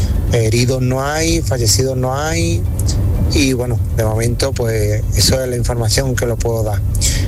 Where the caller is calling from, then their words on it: Seville, Andalusia, Spain; Soy de Sevilla y viajaba hacia Sevilla